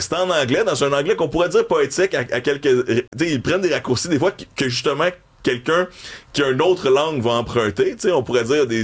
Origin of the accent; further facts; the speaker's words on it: Montreal, Quebec, Canada; moi, je viens de l'Est de Montréal.